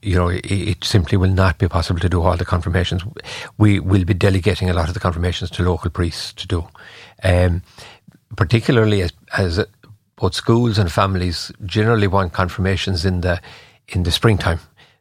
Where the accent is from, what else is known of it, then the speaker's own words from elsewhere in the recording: County Clare, Ireland; which is Clare, I'm from Clare.